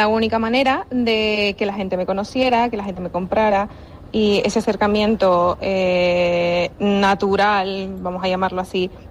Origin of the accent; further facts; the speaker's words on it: El Salvador; moved away as an adult; now in Lanzarote, Spain; Yo soy de El Salvador, Centroamérica.